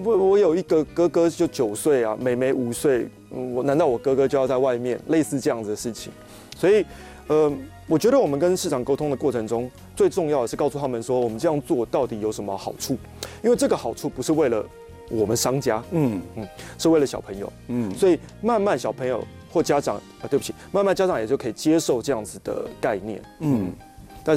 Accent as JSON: {"language": "Chinese", "country": "Taiwan", "said": "我们台湾人就是做什么都在吃啊"}